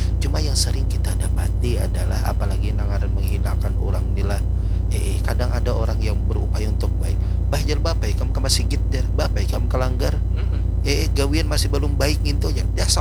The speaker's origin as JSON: {"language": "Indonesian", "region": "South Kalimantan", "country": "Indonesia", "accent": "Banjar", "said": "langsung menjawab bahasa kita Banjar tuh"}